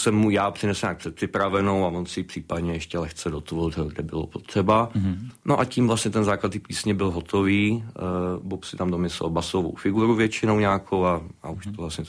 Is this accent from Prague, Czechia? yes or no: no; Heřmanův Městec, Pardubice Region, Czechia; born there; moved away; ve východních Čechách, kde máme oba dva vlastně původní rodiště. Já jsem z Chrudimi, vlastně z Hezmanova městce.